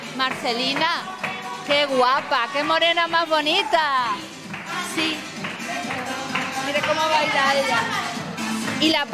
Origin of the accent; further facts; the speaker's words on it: Seville, Andalusia, Spain; born there; En la zona de mi barrio de la Macarena, ¿no? Okay. Aunque yo nací en Nervión, pero...